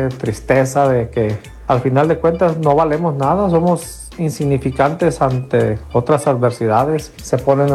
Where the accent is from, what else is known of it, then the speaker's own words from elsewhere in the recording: Mexico; now in United States; Es importante para uno como mexicano